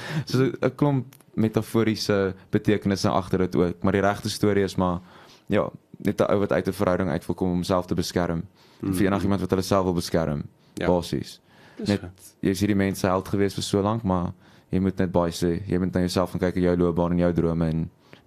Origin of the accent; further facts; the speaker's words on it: Boksburg, Gauteng, South Africa; Ek kom omdat ek hier gebore is, ek het in Boksburg groot geword en toe daartoe getrek. So alles van Gauteng voel net vir my baie meer bekend.